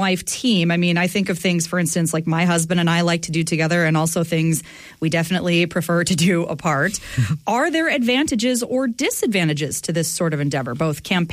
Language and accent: English; Devils Lake, North Dakota, United States; moved away; I grew up in Devil's Lake, and that is where District 15 is located. And I do know Corey and Kristen Kenner from just growing up in town there. It's a small town.